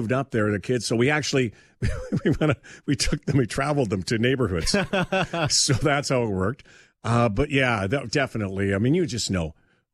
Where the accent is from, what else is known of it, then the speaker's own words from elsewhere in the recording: Winnipeg, Manitoba, Canada; So yeah. I grew up in Winnipeg.